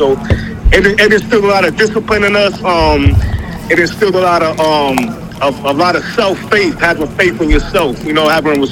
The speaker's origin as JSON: {"language": "English", "town": "New York City", "region": "New York", "country": "United States", "tie": "born or raised there", "said": "just being born and raised in New York City"}